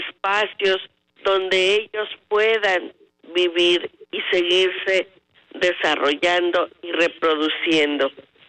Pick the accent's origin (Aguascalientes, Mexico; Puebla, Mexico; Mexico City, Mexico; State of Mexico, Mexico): Puebla, Mexico; como buenos poblanos y como buenos mexicanos